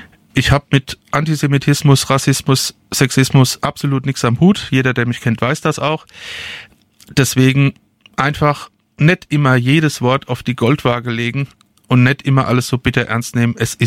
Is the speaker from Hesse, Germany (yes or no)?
yes; Darmstadt, Hesse, Germany; ich bin hier in Darmstadt geboren und aufgewachsen